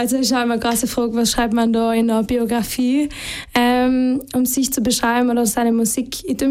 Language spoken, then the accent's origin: German; Andrian, Trentino-Alto Adige, Italy; ich komme aus Andrian